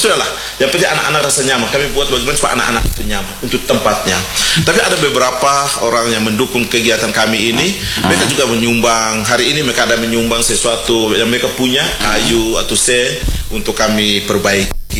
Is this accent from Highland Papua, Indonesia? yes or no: yes; Wamena, Highland Papua, Indonesia